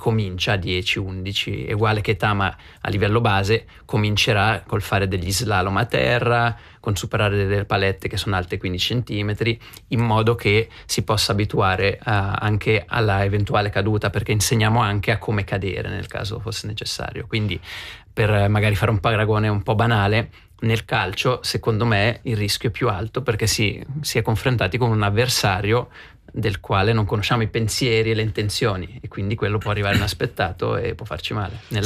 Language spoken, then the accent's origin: Italian; Biasca, Ticino, Switzerland; comunque sono di Biasca, mi allenavo alla Buzza di Biasca